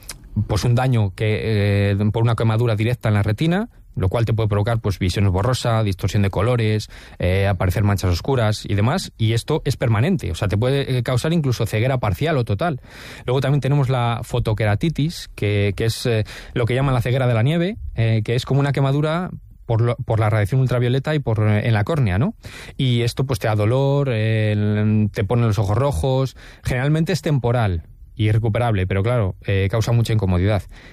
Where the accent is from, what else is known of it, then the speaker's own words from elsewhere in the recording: Paredes de Nava, Castile and León, Spain; en mi pueblo, en Paredes